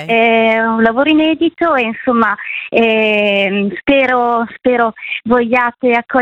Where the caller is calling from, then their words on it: Milan, Lombardy, Italy; di Milano